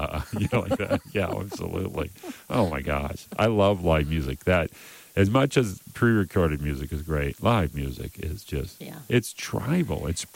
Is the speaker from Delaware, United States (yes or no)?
no; Blue Earth County, Minnesota, United States; I grew up in Blue Earth County. That's a little bit distance from the town of Blue Earth